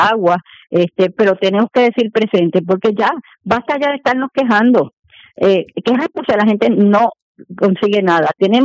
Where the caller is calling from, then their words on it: San Juan, Puerto Rico; En mi caso, yo vivo en Las Carmelitas